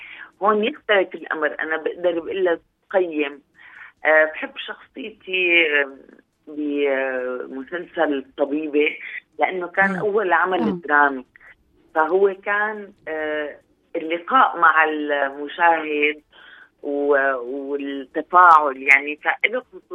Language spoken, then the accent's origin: Arabic; Damascus, Damascus Governorate, Syria; moved away as an adult; also born or lived in Russia; أنا صح من دمشق